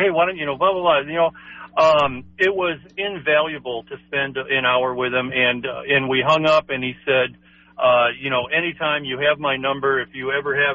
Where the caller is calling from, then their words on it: Knife River, Minnesota, United States; where are you from? You know, and I said, well, Knife River.